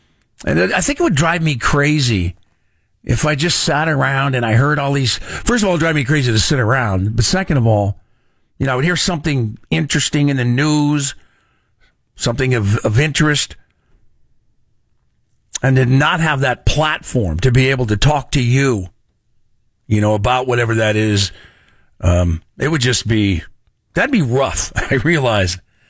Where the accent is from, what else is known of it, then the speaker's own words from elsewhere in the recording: Sacramento, California, United States; Heard about these guys in South Sac, my old hood. So I grew up in South Sac.